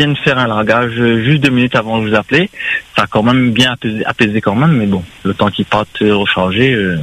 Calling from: Entre-Deux, Réunion; je suis de l'entre-deux

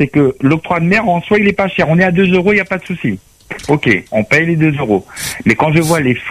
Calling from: Réunion

